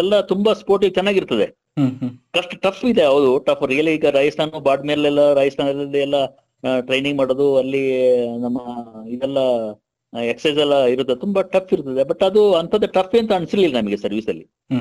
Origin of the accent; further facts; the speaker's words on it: Kodagu, Karnataka, India; moved away as an adult; ನಾವು ನಾರ್ಮಲ್ ಇಲ್ಲಿ ಕೊಡಗಿನೋದ್ರಿಂದ